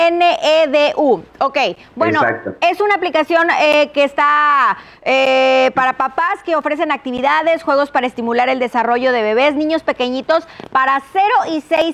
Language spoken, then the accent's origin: Spanish; Mexico